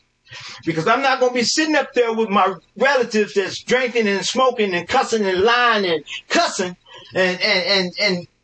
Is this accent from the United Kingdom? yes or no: no; Oklahoma City, Oklahoma, United States; I'm from Oklahoma City, Oklahoma.